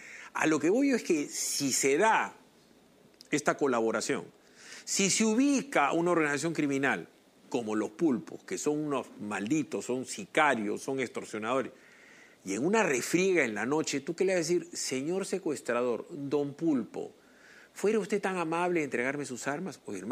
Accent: Peru; Además, yo voy a estar preocupado como ciudadano peruano que paga sus impuestos por las bajas que tengan los policías, los marinos.

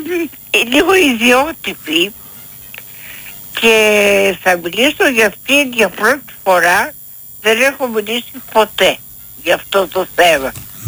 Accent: Athens, Attica, Greece; born there; μεγάλη πόλη, ναι. Και τι γεννήθηκα στην Αθήνα.

